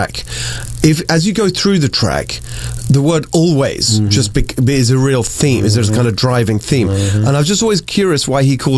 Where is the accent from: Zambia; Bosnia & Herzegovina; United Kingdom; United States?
United Kingdom; England; moved away; And I felt at home here in a way I never actually did in England. I was born in England. My parents are Hungarian. Mm-hmm. They were refugees from communism. I grew up a working class immigrant household.